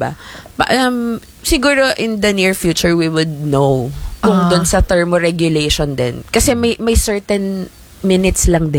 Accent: Calabarzon, Philippines; Me, I'm from Laguna.

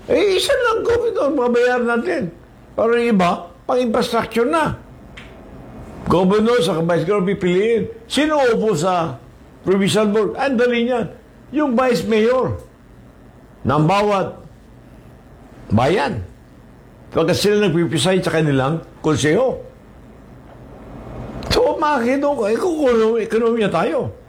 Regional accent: Mindanao, Philippines; kami taga-Mindanao

